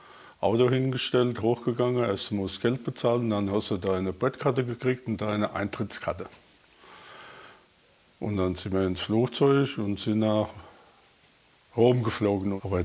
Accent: Rhineland-Palatinate, Germany; Und er sagte, wo kommst du denn überhaupt her? Und ich sagte, aus der Nähe von Mainz.

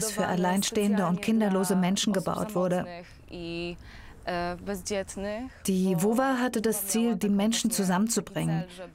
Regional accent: Łódź, Łódź Voivodeship, Poland; German is a second language; now in Wrocław, Poland; Ich komme aus Lodz und bin hier, weil mich Wrocław absolut verzaubert hat.

